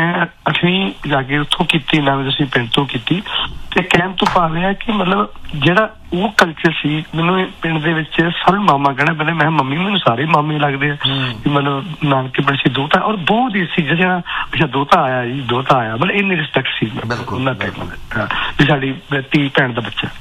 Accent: Punjab, India; ਜਾਤੀਜਾ ਪਿੰਡ ਆ ਸਾਡਾ, ਫਤਿਹਗੜ੍ਹ ਚੋਣੀਆਂ ਲਾਗੇ ਨਾਨਕੀ ਪਿੰਡ ਸਾਡਾ, ਪਿੰਡ ਅੰਮ੍ਰਿਤਸਰ ਤੋਂ

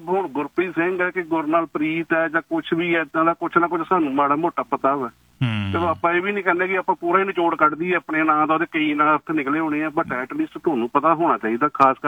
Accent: Punjab, India; ਅਸੀਂ ਸਿੱਖ ਸਿੱਖ ਫੈਮਿਲੀ ਨੂੰ ਸਾਡਾ ਕਲਚਰ ਅਸੀਂ ਪੰਜਾਬ ਤੋਂ ਆ, ਸਾਡੇ 10 ਗੁਰੂ ਮਹਾਰਾਜ ਹੋਏ ਆ।

